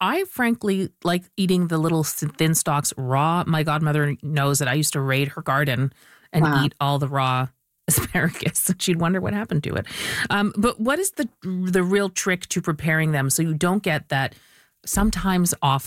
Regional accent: India; But of course, I am so Indian and hurt sometimes.

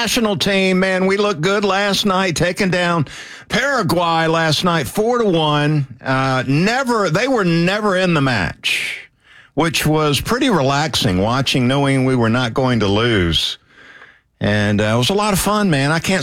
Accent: Valdosta, Georgia, United States; They didn't even offer soccer growing up in Valdosta.

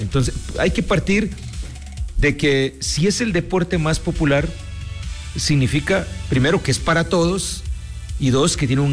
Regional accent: Guatemala; Yo vengo de Guatemala

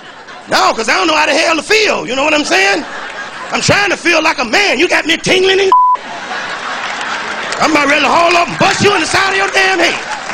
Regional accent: Chicago, Illinois, United States

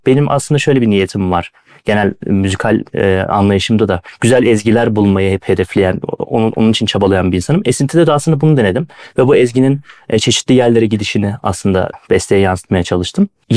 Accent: Adana, Turkey; moved away; Ben aslında Adanalıyım

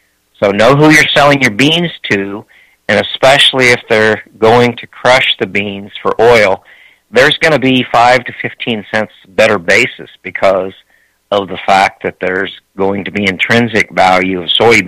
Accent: Iowa, United States; You know, I'm from Iowa. We've got 43 of those plants.

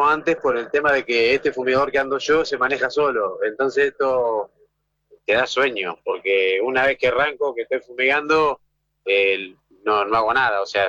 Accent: Olavarría, Buenos Aires Province, Argentina; now in Las Flores, Argentina; Me fui a Olavarría a vivir, porque yo soy de Olavarría. Y volví a Las Flores de vuelta, así que hace 3 años que estoy acá, que me vine a Las Flores.

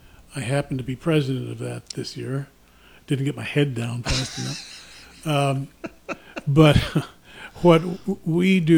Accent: California, United States; I'm a native Californian. I grew up in California.

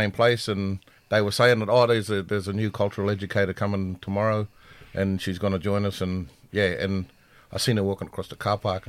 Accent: Walgett, New South Wales, Australia; also born or lived in Collarenebri, New South Wales; was born in Collarinnabri in 1972, on Gomeroi country, and grew up at the junction of the Barwon and Nemoi rivers at a little place called Walgett.

